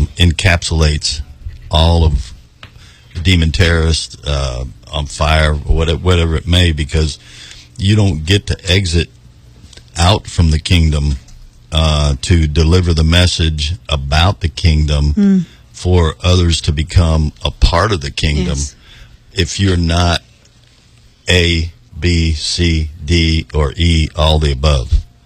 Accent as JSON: {"language": "English", "town": "Miami", "region": "Florida", "country": "United States", "lives_now": "Aiken, United States", "said": "I'm from Miami, Florida, and I'm living in Aiken, South Carolina"}